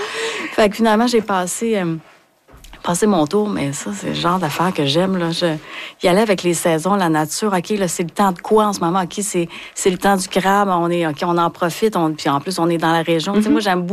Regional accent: Hauterive, Quebec, Canada; Je suis de Haute-Rive, moi!

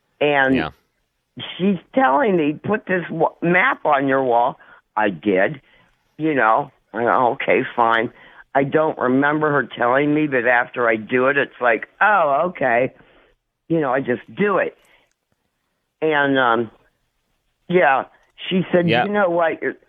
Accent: Erie, Pennsylvania, United States; I'm from Erie, Pennsylvania.

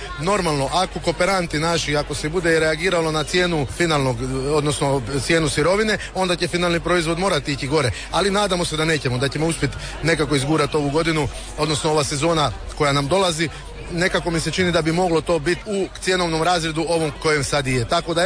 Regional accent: Croatia; kod nas na Pagu

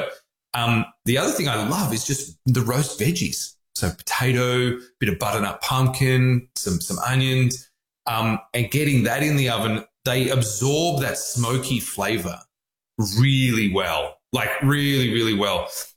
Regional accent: Australia; accent: Australian; obviously I'm Australian, as you can tell by my glorious accent.

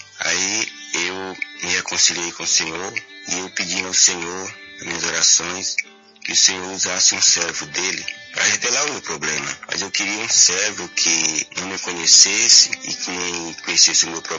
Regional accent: Carapicuíba, São Paulo, Brazil; sou aqui de Carapicuíba.

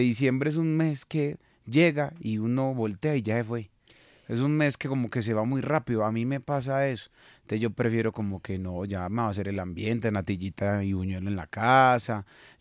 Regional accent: Medellín, Antioquia, Colombia; Yo soy de Medallo, soy de oriundo de un barrio llamado La Comuna 13 o San Javier. Y bueno, de familia del Valle del Cauca, mis padres, mi madre es de Buenaventura, del Pacífico colombiano.

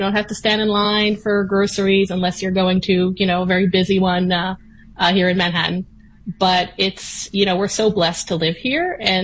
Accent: Israel; now in United States; Yeah, I mean, I'm an Israeli citizen. I love my home country. It's still my home. But I've been living in the U.S. for almost 20 years.

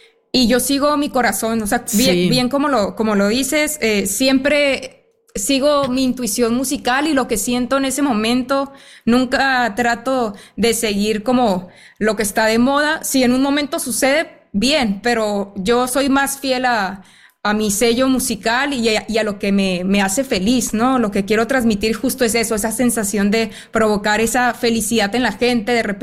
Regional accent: Sonora, Mexico; now in Mexico City, Mexico

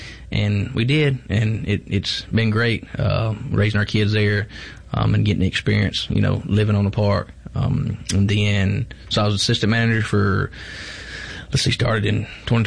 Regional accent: Morton, Mississippi, United States; I'm from Morton, grew up going to Roosevelt.

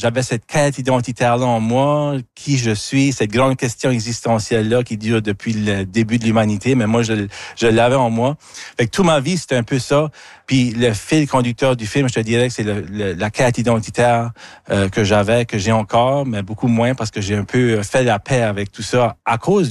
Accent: Acadia, Canada; je viens de l'Acadie

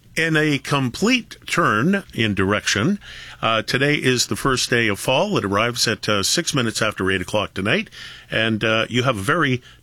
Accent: Canada; I'm not Jewish, but I'm a Canadian citizen

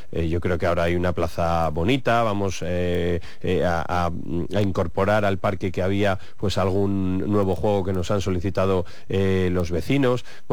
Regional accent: Medina del Campo, Castile and León, Spain; en mi pueblo, en Medina

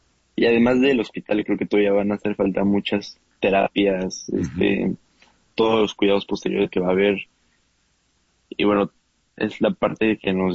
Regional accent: Toluca, State of Mexico, Mexico; Mira, nosotros somos de Toluca. Nosotros vinimos al primer vuelo que encontramos hacia Los Cabos.

